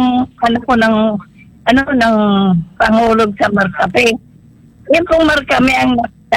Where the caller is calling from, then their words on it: Gumaca, Quezon, Philippines; Taga Gumaka po ako, Progreso.